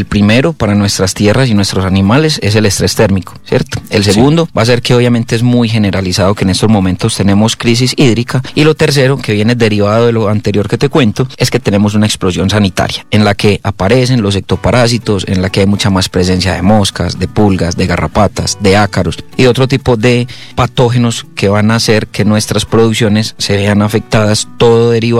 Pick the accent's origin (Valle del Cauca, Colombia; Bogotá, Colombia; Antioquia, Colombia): Antioquia, Colombia; Santa Rosa de Osos; Yo soy una persona de Santa Rosa de Osos, criada en veredas de Santa Rosa de Osos y preparada en Santa Rosa de Osos.